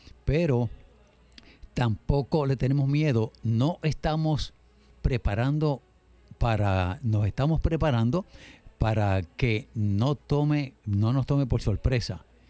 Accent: Puerto Rico; No podemos comparar la política de estos países con la política estadounidense que nos compete a nosotros porque somos de Puerto Rico.

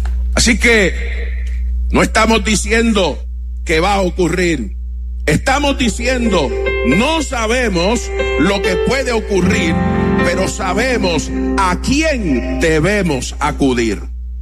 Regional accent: Puerto Rico; Antes de ser ciudadanos de Puerto Rico, somos pueblo de Dios.

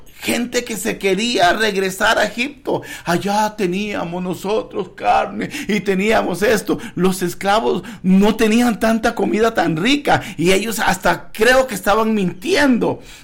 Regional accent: Palmira, Guanacaste, Costa Rica; Palmira, Los Ángeles de Palmira, en mi tierra Guanacaste

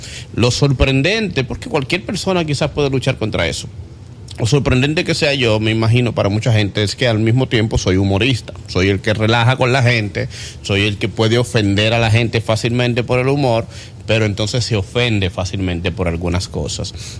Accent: Santo Domingo, Dominican Republic; born there; Nací en un barrio de Santo Domingo que se llama Los Mameyes, de escasos recursos

